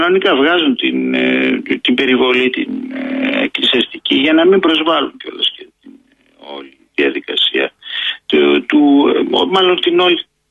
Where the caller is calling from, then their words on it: Central Macedonia, Greece; επειδή κατάγομαι και ολίγων από Χαλκιδική